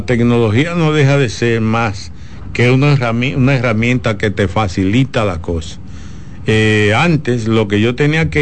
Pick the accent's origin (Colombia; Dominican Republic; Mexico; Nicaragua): Dominican Republic; somos los mismos dominicanos